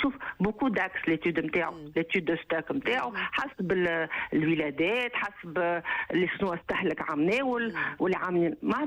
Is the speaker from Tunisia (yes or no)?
yes; Tunisia; طبعا احنا راهو احنا راه ستانكي عندنا في تونس